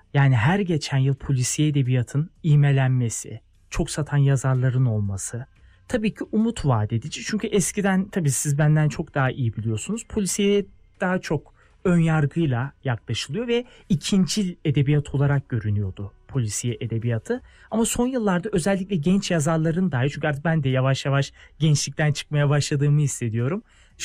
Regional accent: Istanbul, Turkey; ben de Beyoğlu'luyum. Yani doğma büyüme.

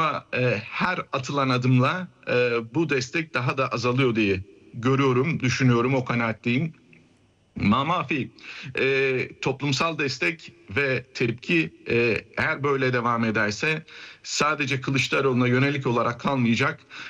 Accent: Kilis Province, Turkey; Yani kendi memleketimde akrabalar için söylenir. Akrabanın akrabaya yaptığını akrep yapmaz der kilisliler.

